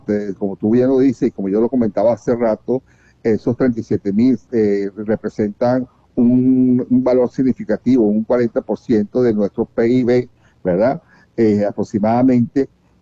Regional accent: Venezuela; los que pagamos todo eso somos nosotros los venezolanos.

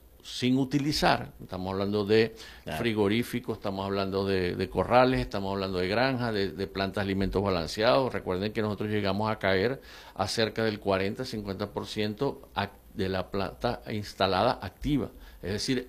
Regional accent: Venezuela

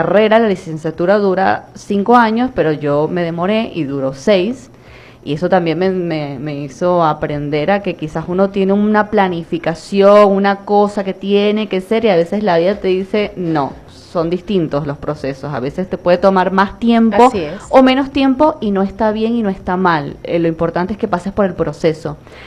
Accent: Eastern Venezuela, Venezuela; moved away as an adult; now in Tierra del Fuego, Argentina; Imagínate un oriental con el calor que hace acá, viviendo en el fin del mundo con tanto frío.

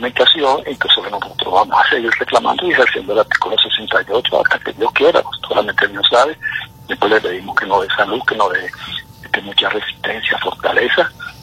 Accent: Venezuela; reencontrarnos como país, como venezolanos, y que la verdad que esto se enrumbe en un cambio que no solamente va a ser para las personas de la tercera edad, sino para nuestros hijos que puedan regresar, y para todos los venezolanos

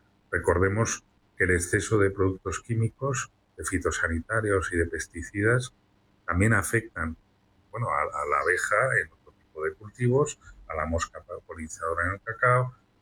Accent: Valencia, Valencian Community, Spain; en mi ciudad de origen, en Valencia

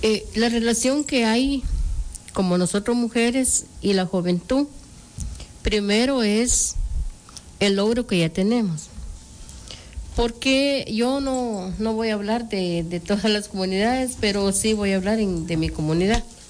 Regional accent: La Unión, Zacapa, Guatemala; somos de La Unión, somos 9 comunidades

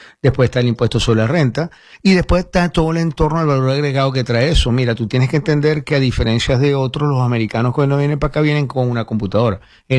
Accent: Venezuela

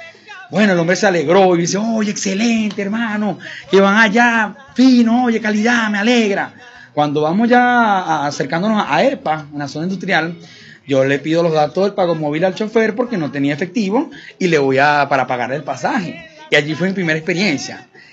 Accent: Venezuela

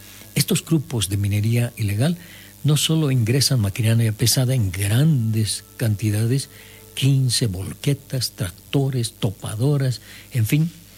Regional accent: Bolivia; en otras partes de nuestro país.

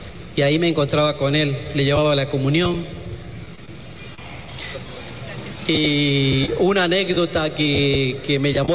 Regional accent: Argentina; moved away as an adult; now in Ecuador; cuando llegué aquí a Ecuador, yo llegué hace 3 meses aquí a Ecuador, soy argentino, y estuve por allá, por otras Amazonías

